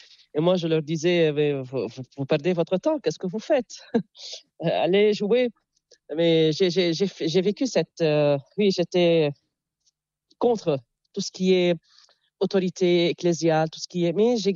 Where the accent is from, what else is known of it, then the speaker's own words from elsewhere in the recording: Jounieh, Keserwan-Jbeil, Lebanon; Et puisque je suis de Jounieh, vous voyez, l'élève ou bien l'enfant dépend de son environnement. À Jouni, il y a la plage, il y a la mer.